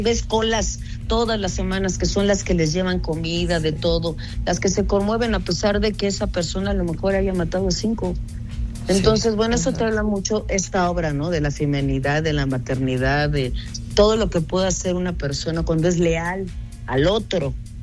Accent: Mexico

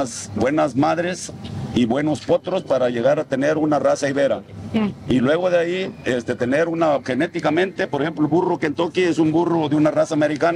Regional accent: Matías Romero, Oaxaca, Mexico; also born or lived in Uxpanapa, Veracruz; Yo soy del municipio de Matías Romero, Oaxaca, pero también soy de Uspanapa. Pues soy veracruzano y soy también oaxaqueño

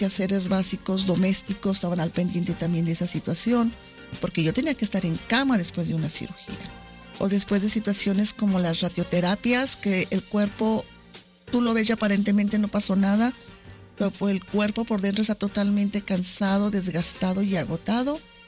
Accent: Aguascalientes, Mexico; moved away as an adult; regreso a Aguascalientes, soy nativa de ahí, de aquí, de Aguascalientes, y por cuestiones del trabajo me fui fuera 20 años, de 18 y 20 años me fui de Aguascalientes. Por el trabajo regreso, yo no quería regresar a Aguascalientes

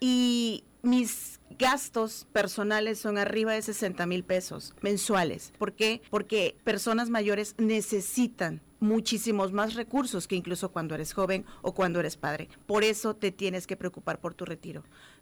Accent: Mexico

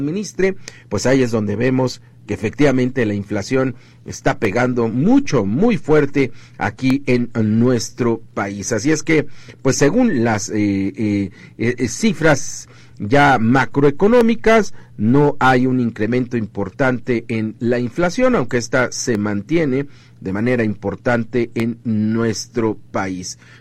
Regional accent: Mexico

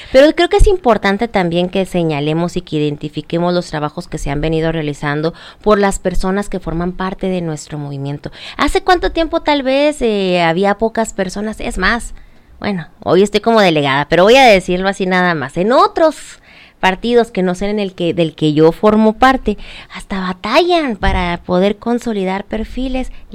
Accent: Mexico; Son tiempos en los que tenemos que sacar la casta como mexicanas y como mexicanos

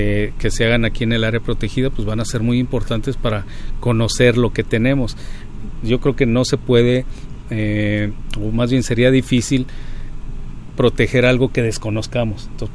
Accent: Coahuila, Mexico; Aquí cuna de la revolución, aquí la gente es aguerrida, somos aguerridos los coahuilenses porque traemos en el ADN

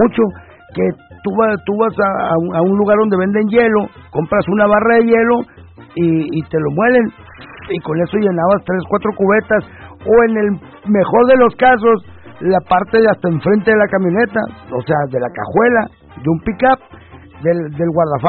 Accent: Ciudad Obregón, Sonora, Mexico; moved away; yo vivía de morro en Obregón. Obregón está rodeado de siembras, parcelas

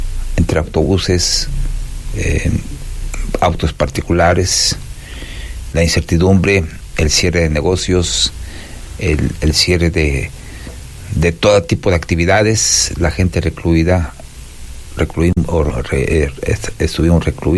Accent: Zitácuaro, Michoacán, Mexico; cómo me duele mi Zitácuaro, mi terruño

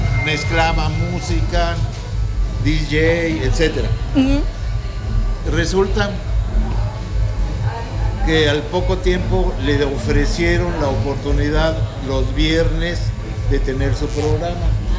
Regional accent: Mexico City, Mexico; moved away as an adult; now in Ixtacomitán, Mexico; Yo soy del Distrito Federal

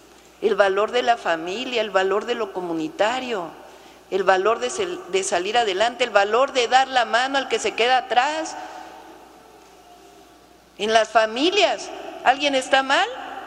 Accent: Mexico

